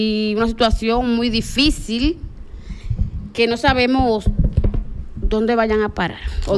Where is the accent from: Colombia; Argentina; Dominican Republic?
Dominican Republic